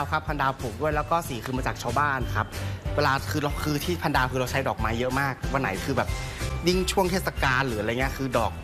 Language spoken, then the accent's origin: Thai; Chiang Rai, Thailand; แล้วก็คือมันก็เป็นจังหวะที่ว่าเราเป็นคนเชียงรายด้วยนะ